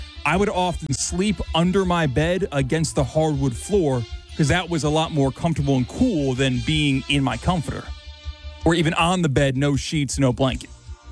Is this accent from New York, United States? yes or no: yes; New York, United States; I grew up in upstate New York.